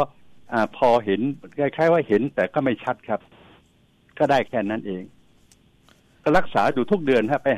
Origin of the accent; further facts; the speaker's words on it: Ang Thong, Thailand; born there; จังหวัดอ่างทองครับผม